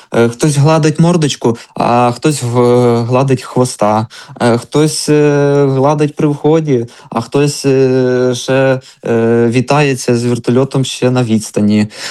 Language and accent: Ukrainian; Volyn Oblast, Ukraine; я із Волині.